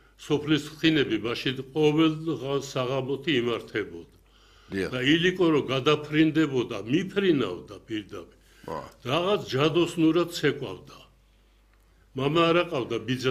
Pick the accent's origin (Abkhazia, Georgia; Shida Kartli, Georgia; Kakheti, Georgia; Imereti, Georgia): Shida Kartli, Georgia; Gori; თანაც ქართველი ვარ თანაც გორელი ვარ მეჯვისხეველი ვარ